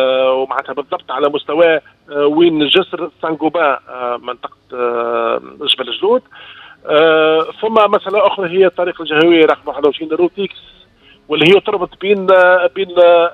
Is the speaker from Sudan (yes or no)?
no; Tunisia; انا كمواطن تونسي يمكن نجم نطلعهم